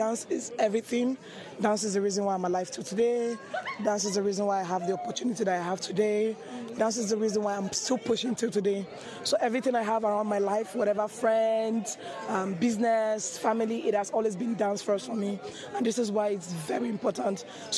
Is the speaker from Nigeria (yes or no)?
yes; Nigeria; I am originally from Nigeria. Born and raised, you know, Nigeria to the world.